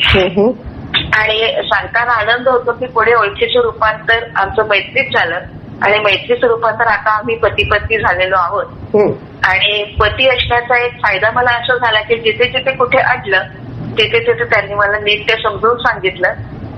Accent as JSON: {"language": "Marathi", "town": "Nagpur", "region": "Maharashtra", "country": "India", "tie": "born or raised there", "also_born_or_lived": "Nashik / Thane", "moved": "as an adult", "said": "मी मुळात नागपूरची, माहेर नागपूरचं, माझं शिक्षण नागपूरच्या सोमलवार शाळेत झालं"}